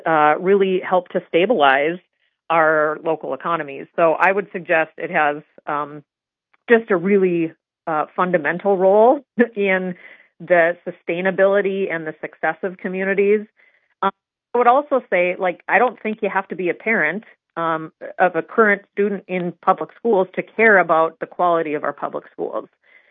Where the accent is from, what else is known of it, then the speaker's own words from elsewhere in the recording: Ray, North Dakota, United States; So here in Bismarck or my hometown of Ray, where whatever size community, public schools have a huge impact.